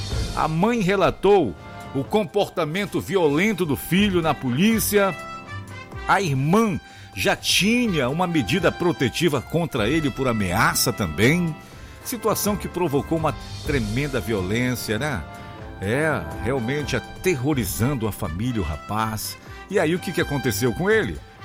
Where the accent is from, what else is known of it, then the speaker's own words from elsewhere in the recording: Alenquer, Pará, Brazil; na minha terrinha, na cidade de Alenquer.